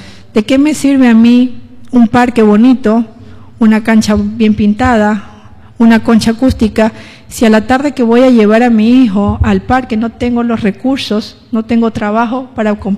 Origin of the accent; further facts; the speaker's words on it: Montecristi, Manabí, Ecuador; Yo soy montecristense. Yo llevo la camiseta de Montecristi.